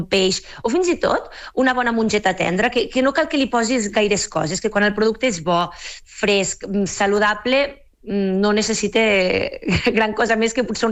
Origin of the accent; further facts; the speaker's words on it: La Seu d'Urgell, Catalonia, Spain; moved away as an adult; now in Santa Susanna, Spain; jo no sóc del Maresme, vale? Jo sóc de la Seu d'Urgell. Llavors, jo he estat, vull dir, vaig passar tota la vida a la Seu d'Urgell, vacances a la Costa Brava, no havia estilat molt, eh? Lloret tampoc, i ara fa un parell o tres de mesos m'he mudat a Santa Susana